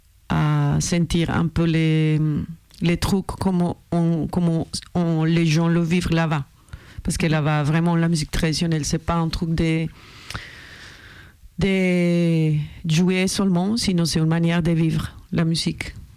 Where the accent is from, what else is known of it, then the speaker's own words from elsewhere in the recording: Bogotá, Bogotá Capital District, Colombia; French is a second language; moved away; j'ai commencé plus avec la musique de l'intérieur, parce que je suis née à Bogota. Et là-bas, il y a plus la musique de l'intérieur